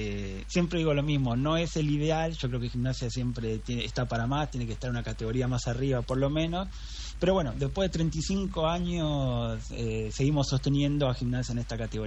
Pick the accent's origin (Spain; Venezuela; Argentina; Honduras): Argentina; Buenos Aires; born there; moved away as an adult; now in Concepción, Argentina; mis papás vivían en Buenos Aires, pero claro, siempre vinimos acá a la ciudad a veranear, tenemos claro, una casa familiar y demás. Y bueno, después mi papá en pandemia decidió venirse a vivir acá y atrás claro, me vine yo también.